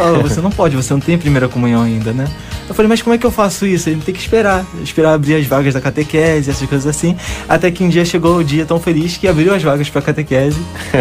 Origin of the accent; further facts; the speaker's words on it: Rio de Janeiro, Brazil; Tenho 21 anos de idade, sou de Brás de Pina, paróquia Santo Antônio, em Brás de Pina, e atualmente estou trabalhando no Complexo do Alemão, na paróquia Nossa Senhora de Guadalupe.